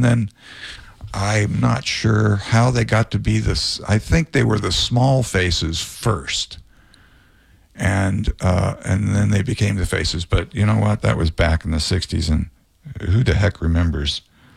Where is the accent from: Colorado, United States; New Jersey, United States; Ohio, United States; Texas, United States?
Ohio, United States; he used to live very close to where I grew up in Ohio.